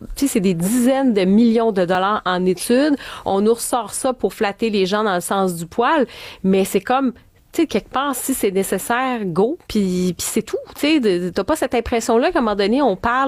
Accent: Montreal, Quebec, Canada; moi, j'ai grandi à Montréal

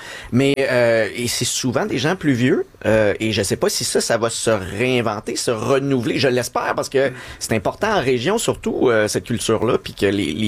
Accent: Mascouche, Quebec, Canada; moi je viens de Mascouche

